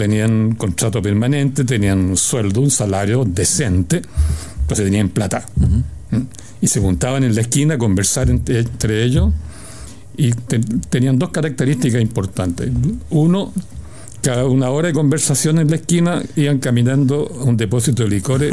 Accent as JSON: {"language": "Spanish", "town": "Santiago", "region": "Santiago Metropolitan Region", "country": "Chile", "tie": "born or raised there", "said": "ahí está instalada la población donde yo nací y viví 20 años seguidos en ese barrio, que es un barrio muy interesante. Es muy interesante urbanísticamente hablando, porque tiene 2 cementerios."}